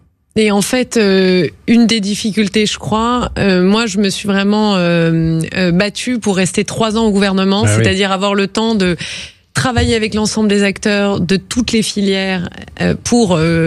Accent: Provence-Alpes-Côte d'Azur, France; also born or lived in United States; là où j'ai grandi, en France, en réalité, dans une zone rurale, le Vaucluse.

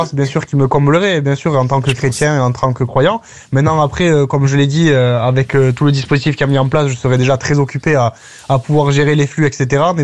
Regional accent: Colombia; now in France; je suis originaire de Colombie, donc qui est un pays très pieux, qui est très dévoué à la Vierge Marie, etc. Quand j'étais adopté, que je suis arrivé en France, je suis arrivé dans ma famille

